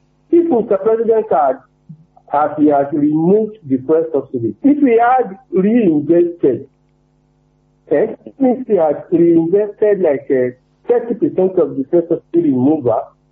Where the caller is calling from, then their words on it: Hong Kong; I'm calling from Hong Kong.